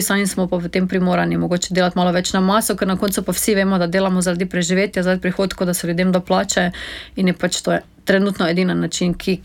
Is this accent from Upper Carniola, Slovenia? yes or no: no; Maribor, Drava, Slovenia; Jaz sem sama Mariborčanka, živim v centru mesta